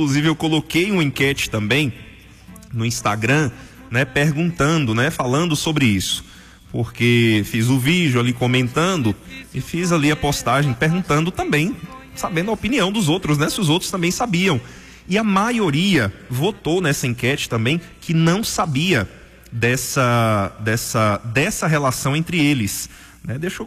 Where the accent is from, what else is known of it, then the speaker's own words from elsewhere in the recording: São Paulo, Brazil; born there; A capital também que eu sou apaixonado, minha terra, onde eu nasci. E apesar de ter vivido lá pouquíssimo tempo, mas eu tenho uma paixão inexplicável por São Paulo.